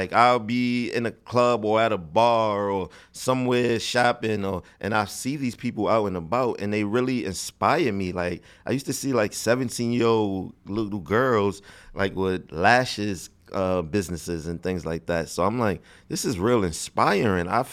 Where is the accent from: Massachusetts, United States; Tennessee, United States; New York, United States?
New York, United States; Bronx; also born or lived in Rochester; Because I'm from the city, I'm from the Bronx, yeah, New York. Yeah. So, and like, I spent 20 years of my life in the Bronx and 20 years of my life in Rochester.